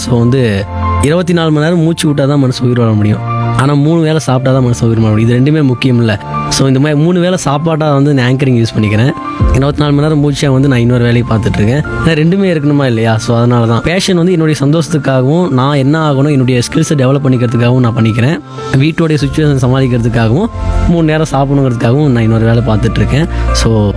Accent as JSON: {"language": "Tamil", "town": "Salem", "region": "Tamil Nadu", "country": "India", "tie": "born or raised there", "said": "நான் வந்து சேலம் மாவட்டத்தை சேர்ந்தவன். பிறந்ததுலேருந்து எங்கே தான் சேலம் அம்மாப்பேட்டையில் தான் இருக்கிறேன்."}